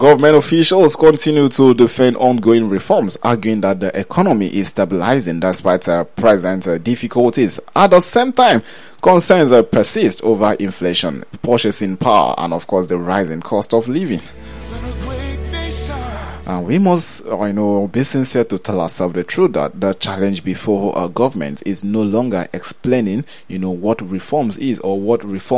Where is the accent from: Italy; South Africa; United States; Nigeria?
Nigeria; And as a Nigerian today, you get to ask yourself questions like, you know, which of these, you know, has been made affordable for, you know, an average Nigerian?